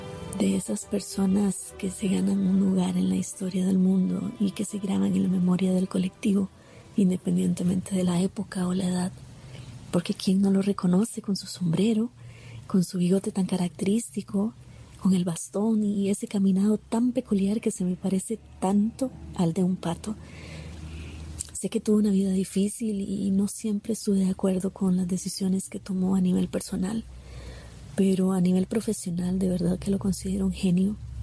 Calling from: Costa Rica; de Costa Rica.

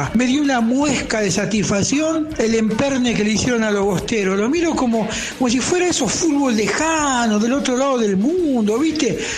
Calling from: González Catán, Buenos Aires Province, Argentina; de Catán, el pana.

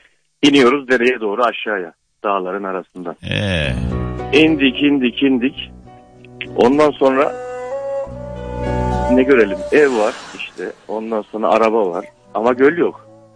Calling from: Ankara, Turkey; ben Ankara'dan.

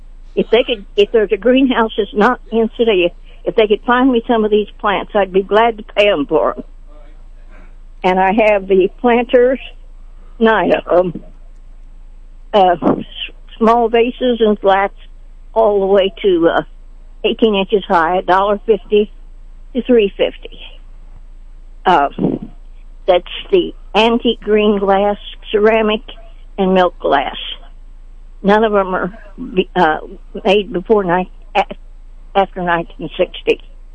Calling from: Sedalia, Missouri, United States; I'm calling from Sedalia.

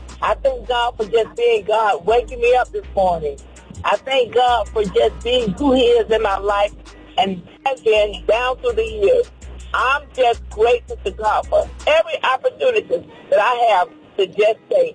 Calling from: Byram, Georgia, United States; I'm calling from Byram, Georgia.

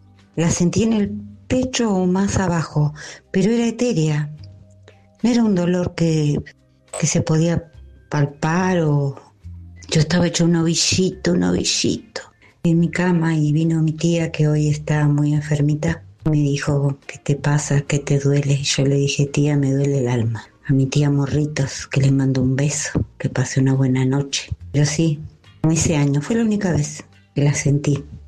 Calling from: Mar del Plata, Buenos Aires Province, Argentina; Hola, buenas noches. … de Mar del Plata.

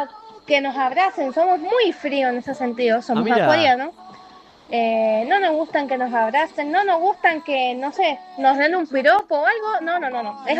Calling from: Godoy Cruz, Mendoza, Argentina

